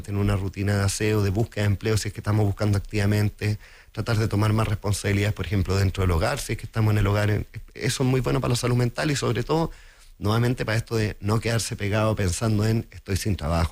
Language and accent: Spanish; Concepción, Biobío, Chile; moved away; Yo soy oriundo de Concepción, mi familia está radicada en Concepción